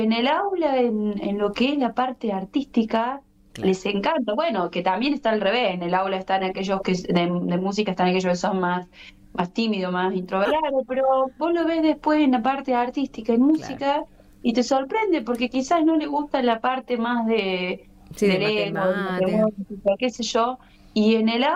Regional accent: Córdoba, Argentina; now in Río Cuarto, Argentina; somos de Córdoba.

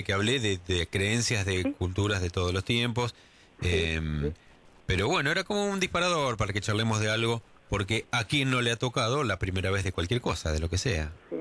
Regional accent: La Rioja, Argentina; now in Buenos Aires, Argentina; Es mi tierra natal

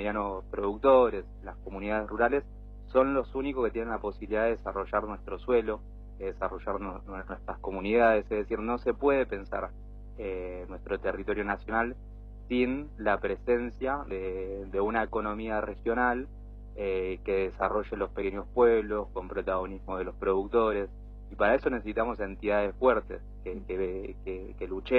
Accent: Mar del Plata, Buenos Aires Province, Argentina

